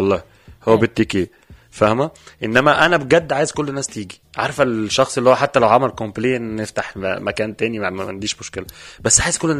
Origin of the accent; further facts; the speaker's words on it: Egypt; بس هكون انا مصري ومعايا اتنين توانسه.